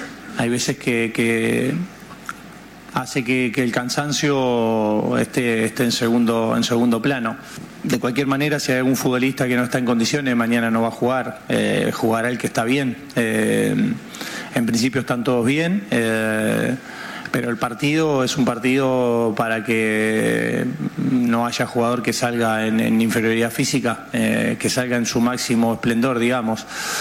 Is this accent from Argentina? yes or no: yes; Argentina; Ahora que nosotros como argentinos tengamos memoria a esa gente que fue ahí